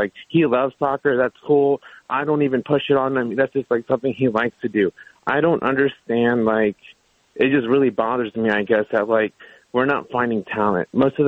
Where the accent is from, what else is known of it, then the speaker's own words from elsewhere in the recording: Manassas, Virginia, United States; now in Fredericksburg, United States; I'm from Manassas. Well, I live in Fredericksburg right now. I go to Manassas to work.